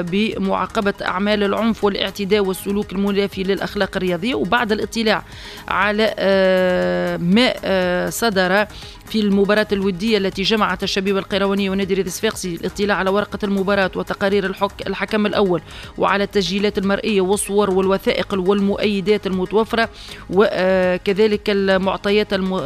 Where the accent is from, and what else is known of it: Tunisia